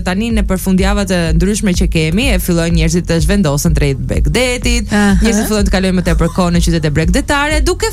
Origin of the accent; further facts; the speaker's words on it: Durrës, Durrës County, Albania; born there; Sot jam nga Durrësi sepse pasaporta ime shkruan vendlindja Durrës.